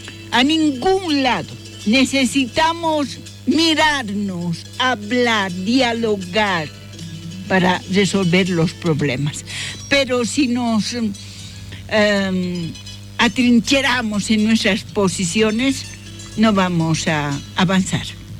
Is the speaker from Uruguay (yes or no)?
no; Bolivia; donde todos los bolivianos nos sintamos con la mente, el corazón y todo lo que somos los seres humanos como bolivianos.